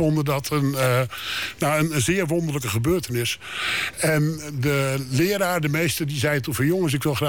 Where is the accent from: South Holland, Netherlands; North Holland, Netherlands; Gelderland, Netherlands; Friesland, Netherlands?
Friesland, Netherlands; En ik ben opgegroeid in Friesland.